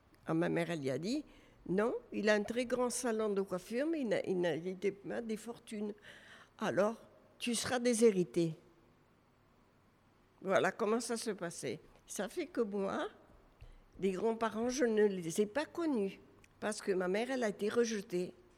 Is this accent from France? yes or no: no; Algeria; born there; Et bon, ben moi, je suis né en Algérie.